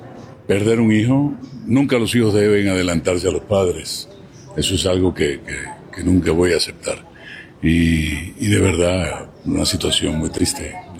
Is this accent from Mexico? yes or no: no; Cuba